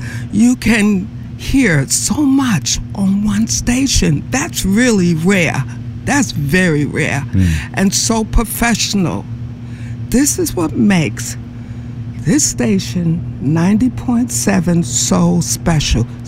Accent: New York, United States; I'm telling you, I was raised in New York, and there's nice stations, but it's not as nice as this station, 90.7 WNCU.

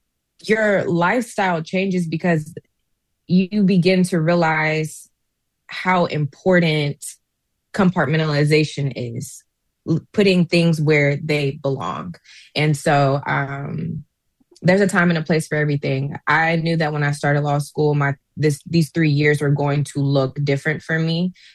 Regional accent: Atlanta, Georgia, United States; moved away; I'm originally from Atlanta

